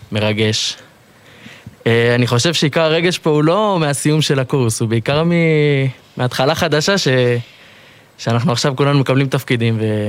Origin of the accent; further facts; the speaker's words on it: Ma'ale Adumim, Judea and Samaria, Israel; אני מגיע ממעלה אדומים, שם גדלתי כל חיי, בן 22 כבר